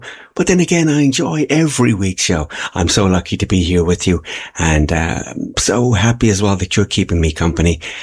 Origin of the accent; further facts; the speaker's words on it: Limerick, Munster, Ireland; broadcasting from my home town city of Ireland. Of Limerick in Ireland.